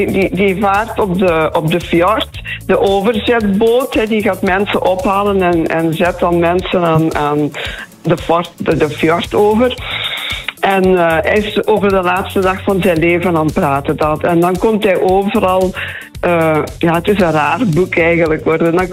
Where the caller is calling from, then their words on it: Sint-Truiden, Flanders, Belgium; Wij wonen in Sint-Truiden.